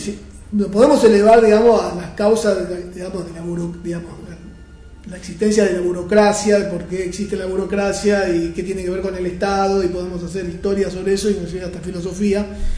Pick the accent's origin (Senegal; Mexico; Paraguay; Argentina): Argentina